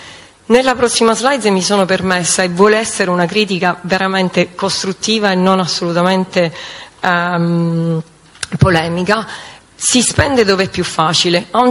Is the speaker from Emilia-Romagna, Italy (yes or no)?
no; Sicily, Italy; accent: Sicilian